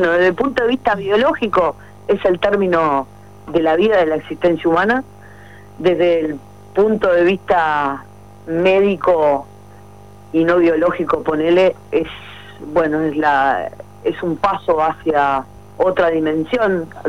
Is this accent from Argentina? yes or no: no; Uruguay; siendo uruguaya